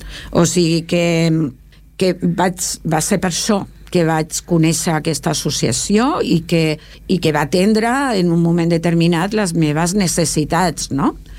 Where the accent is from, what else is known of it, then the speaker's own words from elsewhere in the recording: Villanueva de la Serena, Extremadura, Spain; now in Esplugues de Llobregat, Spain; registre civil d'aquí, que el registre civil d'aquí d'Esplugues tenia que contactar el registre civil del meu poble, Villanueva de la Serena.